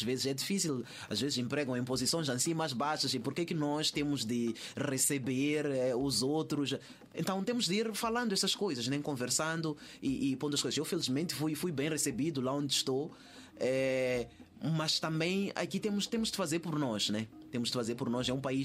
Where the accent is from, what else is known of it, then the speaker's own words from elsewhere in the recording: Maputo, Maputo City, Mozambique; now in Portugal; Eu nasci em Maputo, cresci entre os bairros da Vela, Zona Verde, T3. Ali é a minha malta, é o meu chão. É o meu chão.